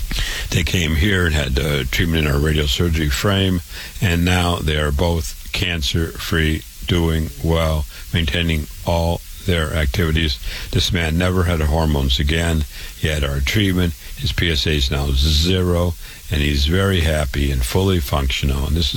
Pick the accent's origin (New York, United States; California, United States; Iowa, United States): Iowa, United States; Waterloo; I was born and raised in Waterloo, Iowa. I went to public school. I went to university.